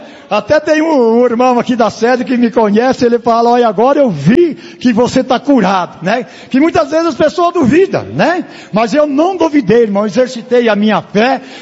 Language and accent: Portuguese; Jundiaí, São Paulo, Brazil; aí vem uma irmã abençoada lá de Louveira, nós somos de Jundiaí, usada por Deus, né?